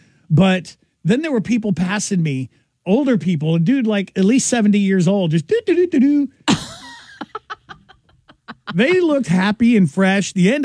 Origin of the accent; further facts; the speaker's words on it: Colorado, United States; now in New Hampshire, United States; Listen, I'm from Colorado.